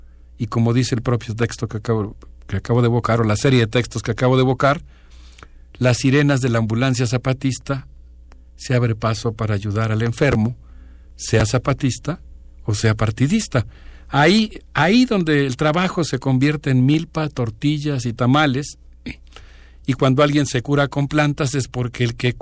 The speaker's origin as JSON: {"language": "Spanish", "country": "Mexico", "said": "me siento parte como ciudadano mexicano"}